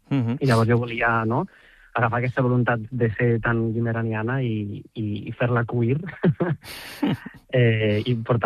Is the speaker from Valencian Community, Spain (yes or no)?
no; Catalonia, Spain; perquè jo soc de Ponent i hi ha un paisatge de Terra Baixa que em ressona molt, no?